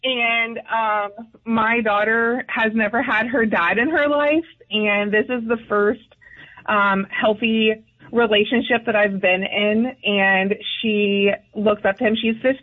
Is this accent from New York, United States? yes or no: no; Ohio, United States; Listen, I am from Ohio.